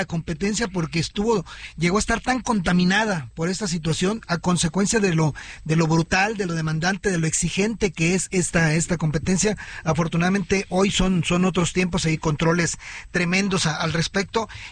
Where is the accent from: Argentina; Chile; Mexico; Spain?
Mexico